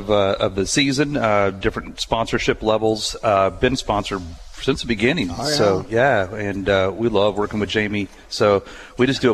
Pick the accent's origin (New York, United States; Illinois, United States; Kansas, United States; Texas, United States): Illinois, United States; Villa Grove; also born or lived in North Carolina; now in Springfield, United States; I grew up in Champaign area, south of Champaign, in Villa Grove